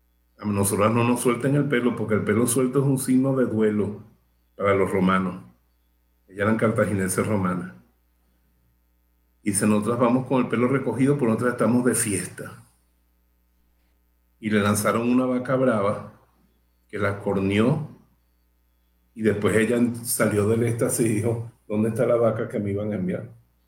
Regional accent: Chihuahua, Mexico; yo soy muy de Chihuahua. Y quiero contar su historia para que la recuerden, porque es tan bonita.

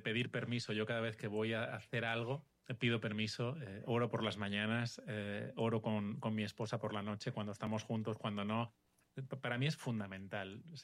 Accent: Barcelona, Catalonia, Spain; born there

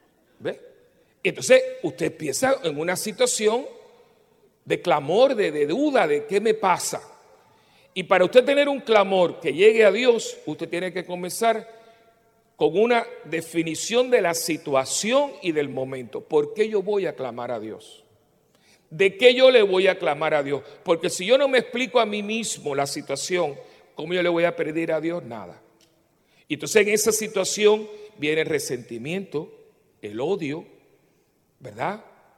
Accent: Cuba; born there; moved away; yo nací en Cuba

